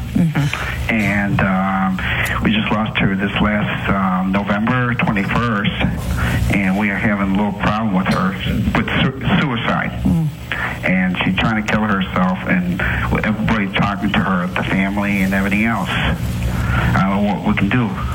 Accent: Chicago, Illinois, United States; I'm from Chicago.

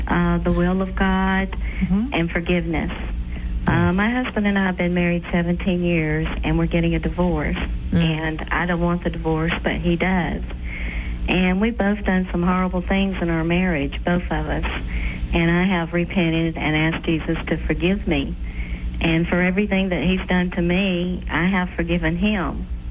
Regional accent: Birmingham, Alabama, United States; I'm from Birmingham, right here next door.

